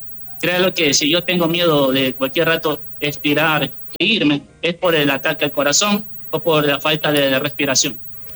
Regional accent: Guayaquil, Guayas, Ecuador; yo soy de acá de Guayaquil.

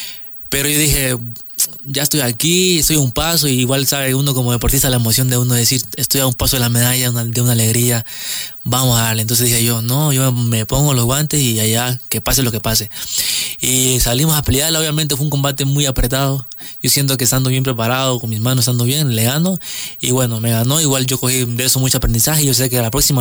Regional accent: Napo, Ecuador; now in Quito, Ecuador; yo soy de Napo

